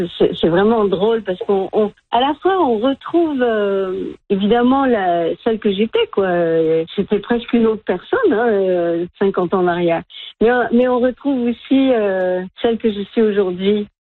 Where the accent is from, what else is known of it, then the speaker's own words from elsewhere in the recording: Quebec, Canada; accent: Quebec French; je parle avec un accent. Aujourd'hui, je l'ai beaucoup perdu, mais j'ai l'accent québécois.